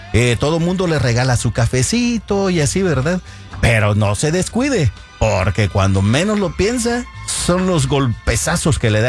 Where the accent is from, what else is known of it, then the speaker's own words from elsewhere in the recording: Santa Ana, El Salvador; moved away; allá en mi tierra, en Santa Ana